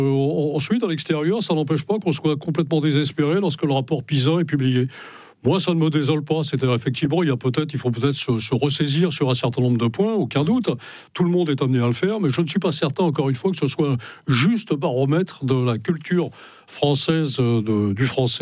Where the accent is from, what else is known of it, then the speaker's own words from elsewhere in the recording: Brittany, France; Mais bien sûr, c'est pas parce que je suis breton que je ne fais pas partie.